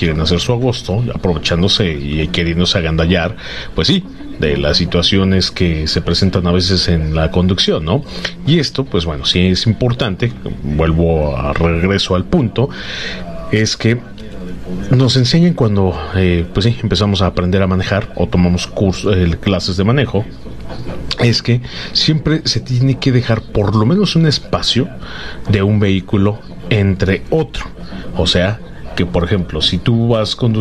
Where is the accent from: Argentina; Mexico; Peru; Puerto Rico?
Mexico; malos hábitos que tenemos como mexicanos para conducir